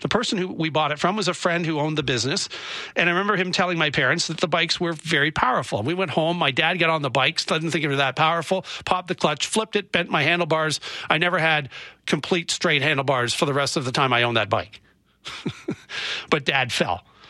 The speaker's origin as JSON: {"language": "English", "region": "Nova Scotia", "country": "Canada", "tie": "born or raised there", "said": "It looks like a motorized dirt bike that I grew up on in Nova Scotia, but more narrow, less bulky."}